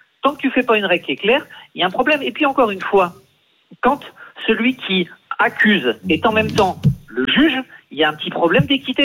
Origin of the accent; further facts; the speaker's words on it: Toulouse, Occitanie, France; vous allez dire que c'est parce que je suis toulousain, mais pas que.